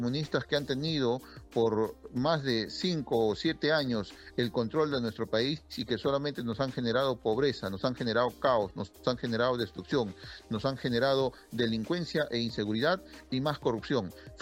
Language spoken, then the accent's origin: Spanish; Peru; yo vengo también del sur del Perú